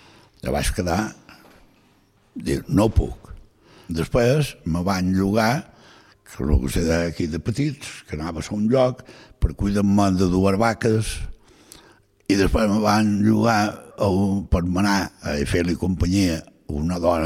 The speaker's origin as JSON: {"language": "Catalan", "region": "Galicia", "country": "Spain", "second_language": "Catalan", "said": "jo la mala vaig veure per primera vegada quan vaig venir aquí, perquè jo som del centre de Galícia. I clar, no teníem mar, no teníem res."}